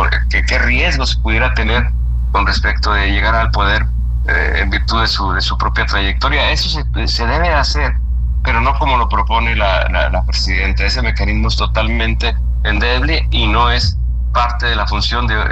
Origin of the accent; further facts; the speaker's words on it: Chihuahua, Mexico; Eso somos los chihuahuenses